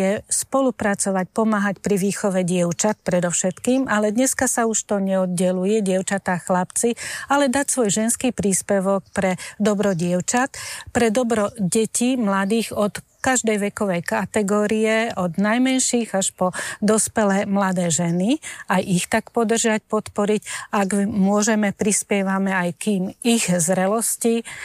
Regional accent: Veľké Úlany, Trnava Region, Slovakia; Veľké Úlany, okres Galanta.

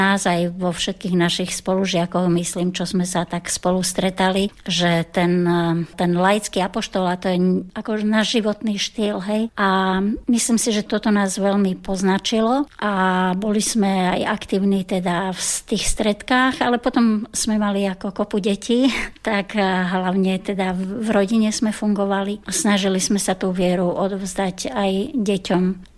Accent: Trnava, Trnava Region, Slovakia; Aj som vyrastala v Trnave

